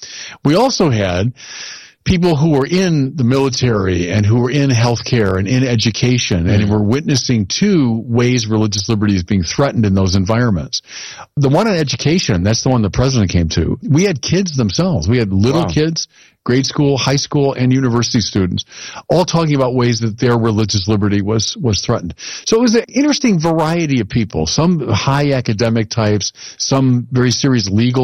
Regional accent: United States; as an American

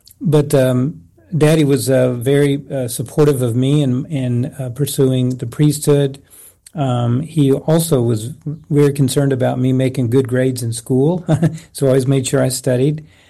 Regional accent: Texas, United States; now in Cameron, United States; So I grew up in East Texas and had a wonderful childhood. I was one of six children.

